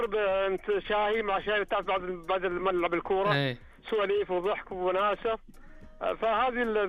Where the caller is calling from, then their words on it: Al-Kharj, Riyadh Province, Saudi Arabia; من الخرج اكلمك